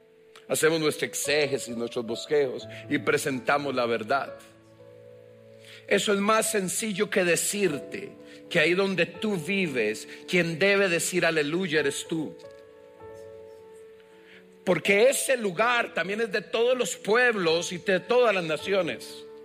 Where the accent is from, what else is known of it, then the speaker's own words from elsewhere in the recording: San Juan, Cartago, Costa Rica; ¿Saben de dónde, hermanos? De mi pueblo. En la provincia de Cartago, el cantón de La Unión, el distrito de San Juan, residencial Omega, sexta etapa.